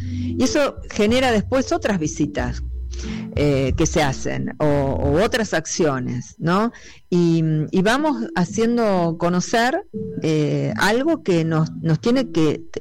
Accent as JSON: {"language": "Spanish", "region": "Santa Fe", "country": "Argentina", "said": "que todos somos santafesinos"}